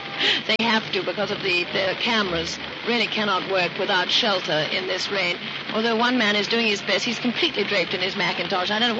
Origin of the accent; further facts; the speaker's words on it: United Kingdom; being British